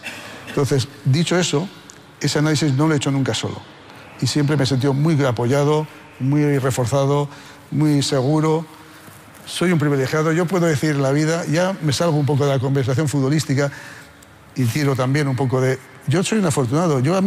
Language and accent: Spanish; Haro, La Rioja, Spain; moved away; also born or lived in Bilbao; en un pueblo maravilloso, que les invito a visitar, mi pueblo es Aro, en La Rioja, fantástico, se come y se bebe muy bien y hay muy buena gente.